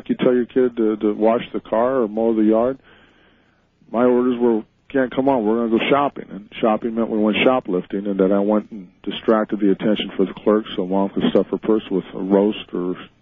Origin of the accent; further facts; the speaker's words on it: Sacramento, California, United States; born there; I was born in Sacramento, California, as far as what my birth certificate says.